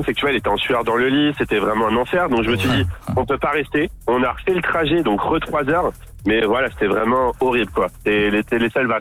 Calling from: Saint-Pierre-du-Perray, Île-de-France, France; Moi, je suis de Saint-Pierre-du-Péray, dans le 91

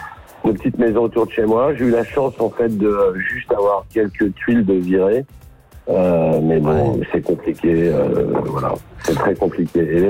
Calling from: Nouvelle-Aquitaine, France; Moi, je suis en Dordogne.

